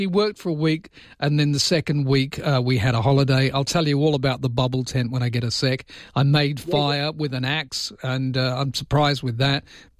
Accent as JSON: {"language": "English", "country": "South Africa", "tie": "born or raised there", "moved": "yes", "said": "I grew up in South Africa in the 70s during the height of apartheid."}